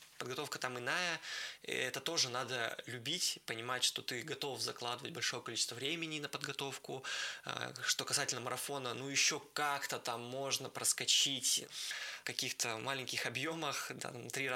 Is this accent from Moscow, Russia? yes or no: no; Vologda, Vologda Oblast, Russia; когда ты бежишь именно в родном городе, вот все вокруг, родные стены. На самом деле у нас еще в Вологде, что важно для спортсменов, достаточно ровно.